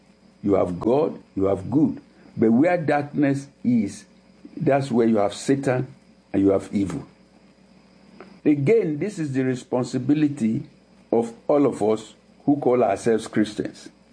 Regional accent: Nigeria; moved away; As I said, I came from Nigeria. Where I came from, there is no homelessness.

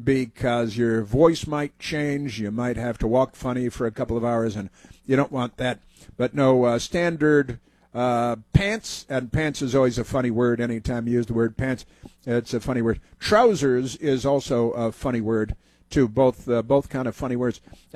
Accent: Chicago, Illinois, United States; when I was a kid, growing up in Chicago, North Shore of Chicago

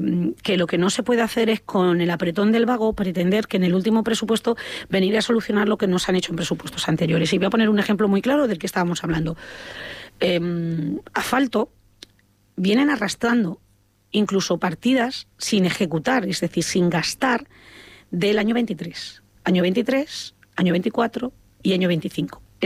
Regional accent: Talavera de la Reina, Castilla-La Mancha, Spain; estamos pagando los talaveranos en la ciudad de Talavera

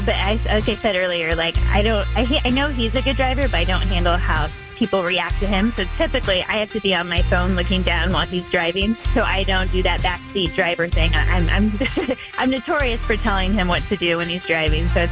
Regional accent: United States; as an American

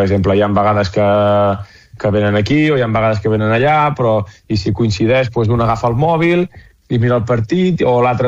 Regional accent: Vic, Catalonia, Spain; jo soc de Vic

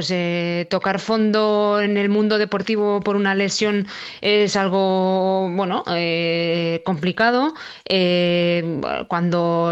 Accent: Manzanares, Castilla-La Mancha, Spain; moved away as an adult; now in Basque Country, Spain; Soy de Manzanares.

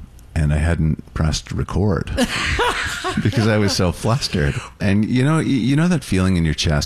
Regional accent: Sudbury, Ontario, Canada; I'm from Sudbury.

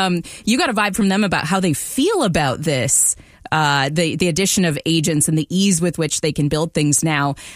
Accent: Redmond, Washington, United States; I grew up in Redmond, Washington, and in the shadow of Microsoft, literally, like right next to Microsoft.

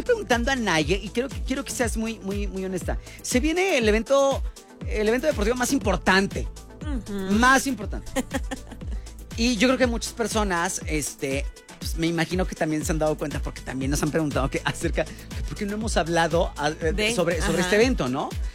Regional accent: Mexico; la gran energía que tenemos como pueblo mexicano

